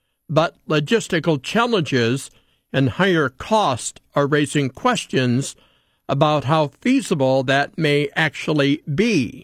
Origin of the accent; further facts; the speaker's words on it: Illinois, United States; We have moved further north to my home state of Illinois.